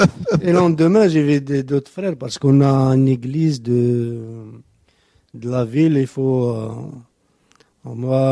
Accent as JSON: {"language": "French", "country": "Algeria", "said": "Et je suis algérien."}